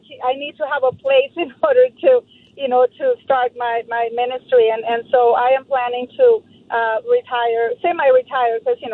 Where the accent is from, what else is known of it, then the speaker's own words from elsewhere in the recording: El Salvador; moved away; whenever I tell them I'm from El Salvador